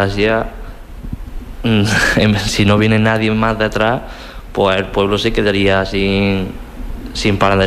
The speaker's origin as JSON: {"language": "Spanish", "region": "Andalusia", "country": "Spain", "said": "Pero al final son mis raíces. Es mi pueblo y son mis vecinos"}